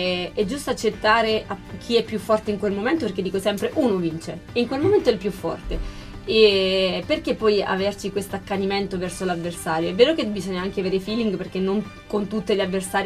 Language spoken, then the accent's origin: Italian; Mottola, Apulia, Italy; Mottola, provincia di Taranto.